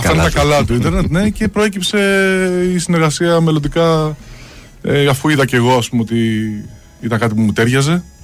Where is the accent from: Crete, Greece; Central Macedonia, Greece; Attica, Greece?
Attica, Greece; Vyronas; στα μέρη μας, στο Βύρωνα.